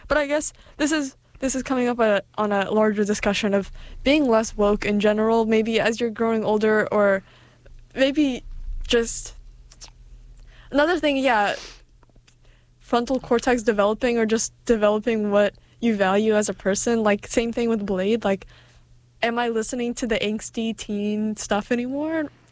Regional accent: Ukraine; English is a second language; now in Boston, United States; I don't know if all the viewers know this, but I'm from Ukraine, and with the war and everything, I try to be somewhat involved in things.

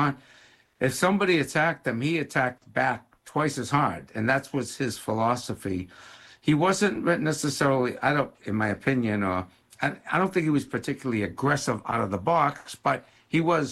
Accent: Massachusetts, United States; He knew I was a townie. He knew I was from Massachusetts. He knew I was not cut from the same political cloth or ethnic cloth that most of the politicians were.

